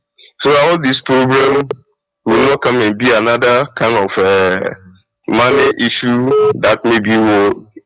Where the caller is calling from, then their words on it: Tema, Greater Accra, Ghana; I'm calling from Tema Community 9.